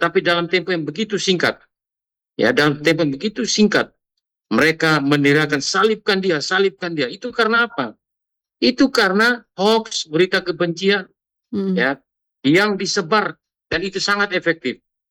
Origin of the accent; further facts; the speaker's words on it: East Nusa Tenggara, Indonesia; rasa bangga kita sebagai orang NTT